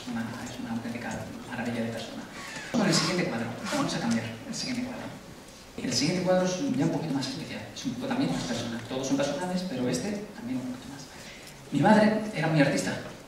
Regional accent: Madrid, Community of Madrid, Spain; Porque yo soy de Aluche, no me matéis, pero soy de Aluche.

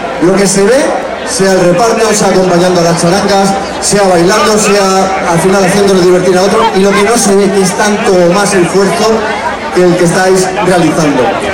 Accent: Leganés, Community of Madrid, Spain; soy de Leganés y por eso vivo en Leganés y soy feliz

